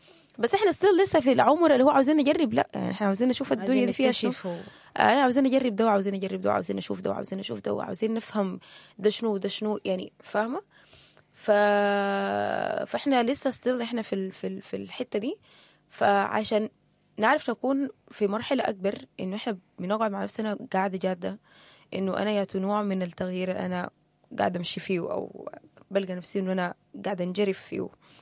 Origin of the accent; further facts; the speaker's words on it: Sudan; إحنا اتنين سودانيين